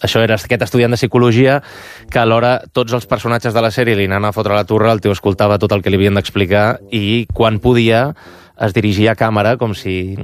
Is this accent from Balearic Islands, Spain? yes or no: no; Manresa, Catalonia, Spain; he treballat molt a Manresa, en el món de l'hostaleria, que jo sóc de Manresa